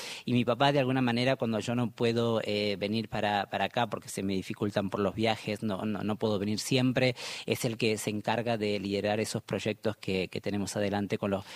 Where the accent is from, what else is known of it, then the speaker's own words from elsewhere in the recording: Santa Bárbara, Jujuy, Argentina; moved away; yo soy de Santa Bárbara y mi familia, mi papá vive con mis hermanos en San Francisco